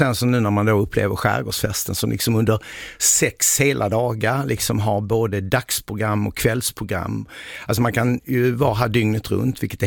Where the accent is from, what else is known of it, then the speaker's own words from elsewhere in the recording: Skåne, Sweden; moved away; Jag är egentligen skåning från början.